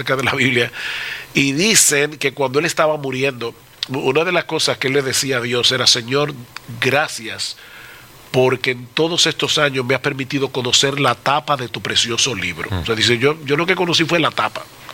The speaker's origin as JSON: {"language": "Spanish", "country": "Dominican Republic", "tie": "born there", "said": "yo nací en un pueblo, en República Dominicana, que no hay mar."}